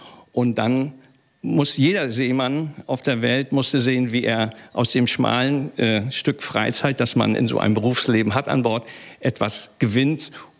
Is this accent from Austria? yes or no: no; Rostock, Mecklenburg-Vorpommern, Germany; ich bin ein Rostocker Jung, hier aufgewachsen